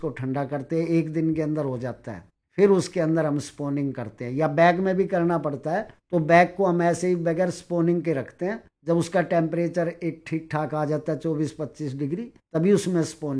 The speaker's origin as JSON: {"language": "Hindi", "region": "Delhi", "country": "India", "said": "मैं दिल्ली का रहने वाला हूँ तो यहाँ मैं बना नहीं सकता"}